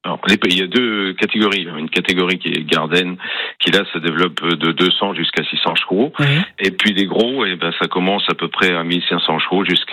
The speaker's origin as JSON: {"language": "French", "region": "Normandy", "country": "France", "said": "Alors, je suis de la Manche et dans ma jeunesse, je faisais la réparation des tracteurs agricoles."}